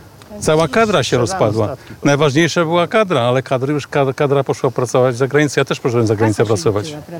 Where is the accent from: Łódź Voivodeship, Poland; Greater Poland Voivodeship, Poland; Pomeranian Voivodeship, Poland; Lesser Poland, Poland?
Pomeranian Voivodeship, Poland; Gdańsk; moved away as an adult; now in Gdynia, Poland; ja jestem, mieszkam w Gdyni, ale jestem rodowitym gdańszczanem. Przeprowadziłem się do Gdyni, jako miasto portowe było. No ale spędziłem 38 lat na morzu.